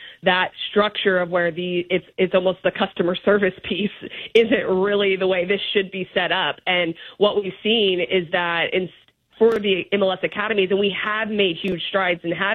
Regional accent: Dallas, Texas, United States; also born or lived in Colorado; grew up in Dallas. I was born in Colorado

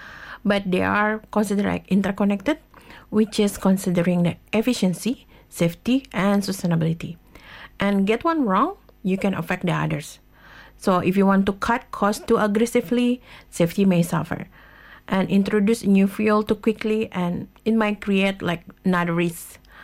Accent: Indonesia; I'm from Indonesia, and Indonesia is made up of thousands of islands, 17,000 and more.

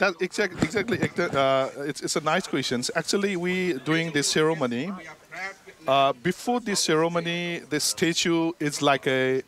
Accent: Kathmandu, Bagmati, Nepal; English is a second language; now in Melbourne, Australia; We are from the capital city Kathmandu, Nepal.

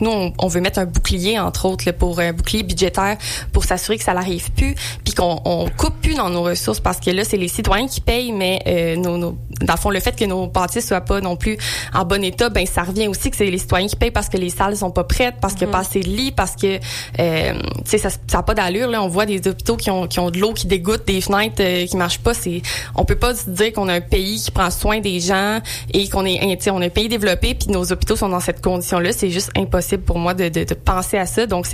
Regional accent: Quebec, Canada; Là, moi, j'ai grandi en Montérégie, mais j'ai transféré en Estrie.

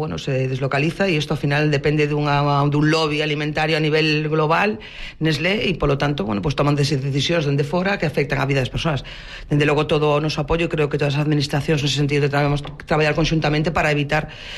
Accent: Arousa, Galicia, Spain; repetimos, somos de Arousa

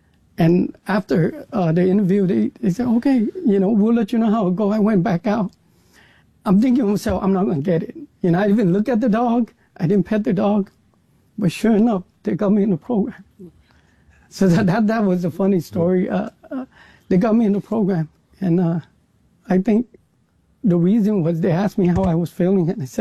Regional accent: Vietnam; where I was born in Vietnam when my father had already left the country. I grew up in a country where social perception really mattered

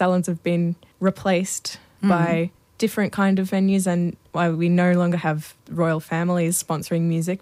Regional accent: Brisbane, Queensland, Australia; I grew up in Brisbane and my family now lives up on the Sunshine Coast, yes.

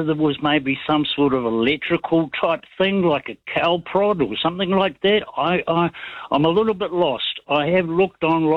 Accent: New Zealand; No, I'm Kiwi and proud of it.

